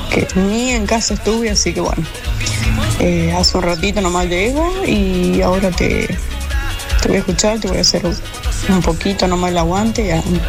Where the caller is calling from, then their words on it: Freyre, Córdoba, Argentina; de Freire, Córdoba.